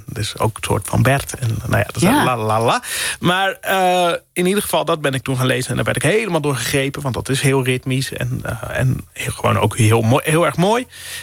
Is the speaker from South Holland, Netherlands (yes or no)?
no; Friesland, Netherlands; accent: Frisian; Dan wordt mijn accent direct getriggerd of zo. En dan, dan wordt dat accent meer aanwezig.